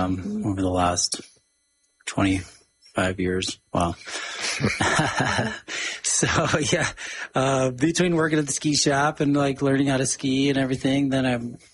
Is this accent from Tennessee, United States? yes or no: no; Idaho Springs, Colorado, United States; I grew up in Idaho Springs